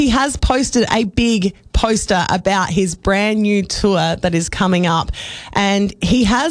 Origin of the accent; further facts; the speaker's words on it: Adelaide, South Australia, Australia; I was from Adelaide and … didn't win my heart.